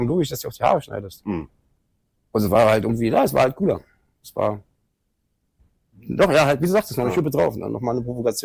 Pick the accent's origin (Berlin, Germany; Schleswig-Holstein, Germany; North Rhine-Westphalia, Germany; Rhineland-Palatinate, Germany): Berlin, Germany; Kreuzberg; born or raised there; also born or lived in Schöneberg